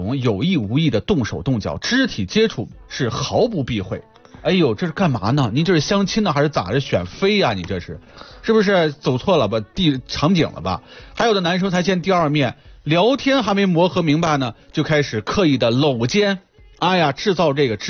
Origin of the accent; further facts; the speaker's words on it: Shanxi, China; 谁让咱们山西人啊，尤其这个午睡文化在全国现在都有名了。